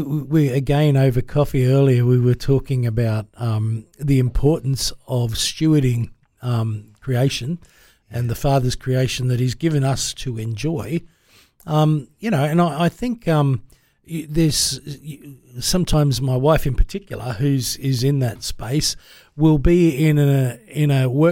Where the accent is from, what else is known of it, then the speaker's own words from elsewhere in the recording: Mudgee, New South Wales, Australia; where I grew up in Mudgee